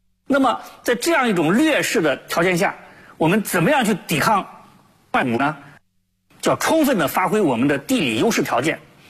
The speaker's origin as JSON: {"language": "Chinese", "country": "China", "tie": "born or raised there", "said": "我的老家呢是在这个晋察冀，也是抗日根据地。"}